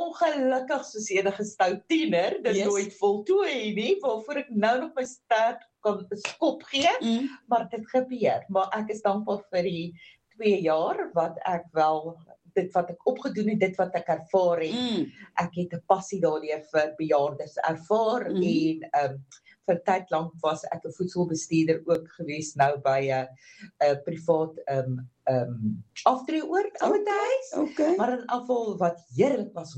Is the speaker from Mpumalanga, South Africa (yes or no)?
yes; Ermelo, Mpumalanga, South Africa; En daar uit Pumalanga in Ermelo